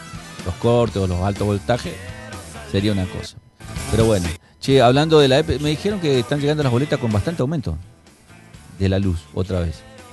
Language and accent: Spanish; Santa Fe, Argentina; somos santafesinos de segunda categoría. Nosotros acá en el norte tenemos un montón de dificultades básicas